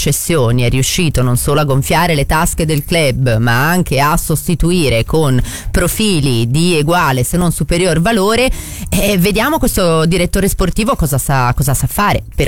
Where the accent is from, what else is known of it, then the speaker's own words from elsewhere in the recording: Lombardy, Italy; Da Lombarda potrei offendermi